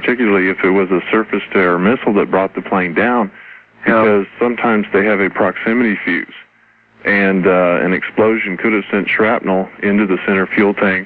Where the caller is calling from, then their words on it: Columbia, Missouri, United States; This is … in Columbia, Missouri.